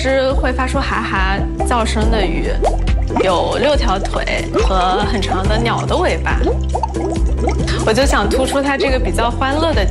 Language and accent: Chinese; Zhuhai, Guangdong, China; 我从小在珠海长大，是一个内心十分浪漫自由的设计师。